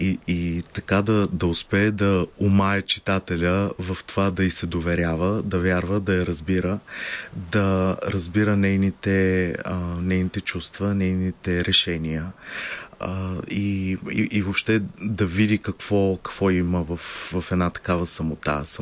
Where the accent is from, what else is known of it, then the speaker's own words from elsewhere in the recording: Varna, Varna Province, Bulgaria; съм от Варна, аз съм от този край